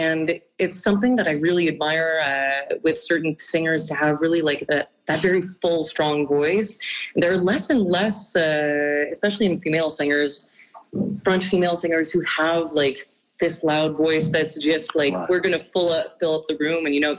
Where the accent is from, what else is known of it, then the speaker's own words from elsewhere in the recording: Montreal, Quebec, Canada; born there; also born or lived in Victoriaville / Gatineau / Australia / Granby; I grew up in Montreal, I moved out to Victoriaville, I lived in Gatineau, I lived in Australia for a full year. And when I got to Granby